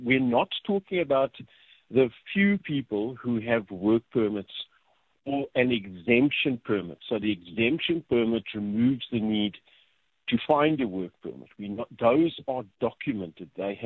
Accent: South Africa; I'm a South African.

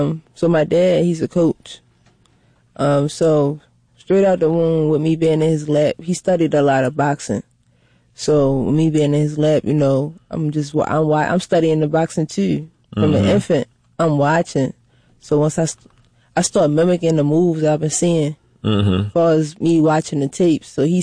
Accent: Baltimore, Maryland, United States; I'm from West Baltimore.

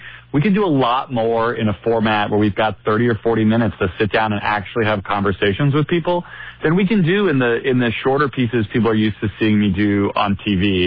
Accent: Texas, United States; We're doing a lot of reporting on Texas, my home state, and the opportunities and challenges that exist there for Democrats right now.

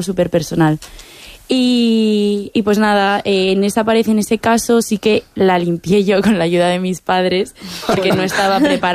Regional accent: Villar del Campo, Castile and León, Spain; en mi pueblo, en Villar del Campo

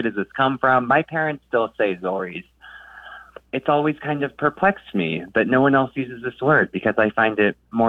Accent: California, United States; My mom's from New England and my dad's from Sacramento, and I grew up near Sacramento myself.

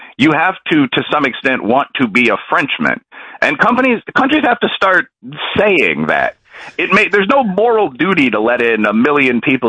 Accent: Chicago, Illinois, United States; I'm from Chicago, a very Irish moniker.

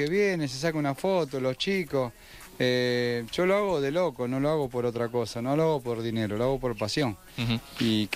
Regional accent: Argentina; A ver, me gusta la selección, soy argentino y siempre aliento a la selección.

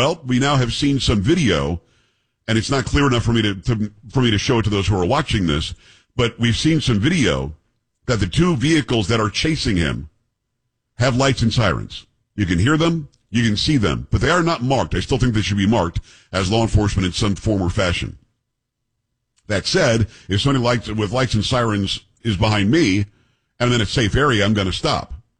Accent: Florida, United States; born or raised there

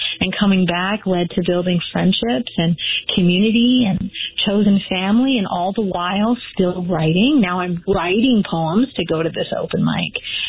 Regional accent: Las Vegas, Nevada, United States; born or raised there

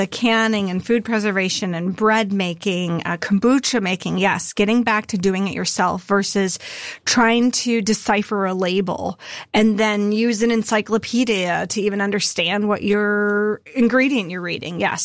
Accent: Midwest, United States; Even though I was from the Midwest for 48 years, I really knew that my reach was getting wider

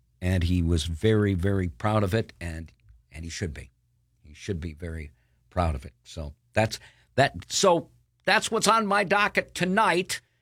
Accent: Red Wing, Minnesota, United States; moved away; my hometown of Red Wing, Minnesota.

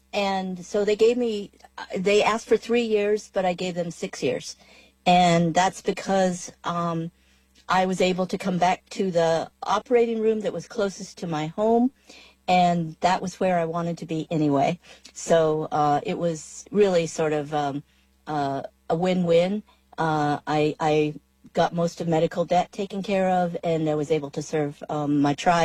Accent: Crown Point, New Mexico, United States; now in Prosser, United States; and I am originally from Crown Point, New Mexico, and currently live in Prosser.

